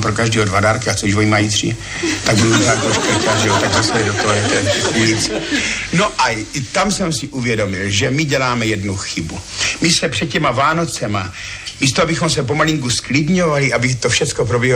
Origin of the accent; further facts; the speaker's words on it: Brno, South Moravian Region, Czechia; also born or lived in Ivančice / Říčmanice; já do Brna pořád jezdím, mám tady rodinu, takže já jsem vlastně Brňák pořád.